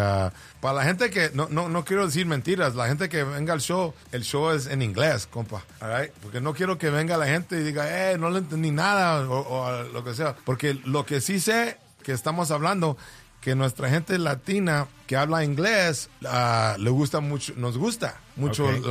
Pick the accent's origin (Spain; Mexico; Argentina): Mexico; born there; Spanish is a second language; Mira, te voy a decir que mi español... Yo nací en México, ¿verdad?